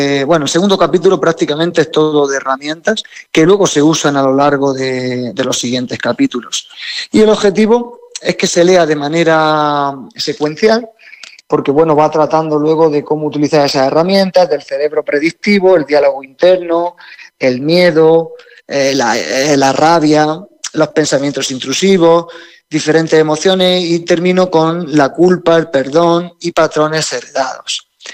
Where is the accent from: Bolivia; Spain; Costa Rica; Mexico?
Spain; Caravaca de la Cruz, Region of Murcia; de aquí, de Caravaca de la Cruz, que es de donde yo soy.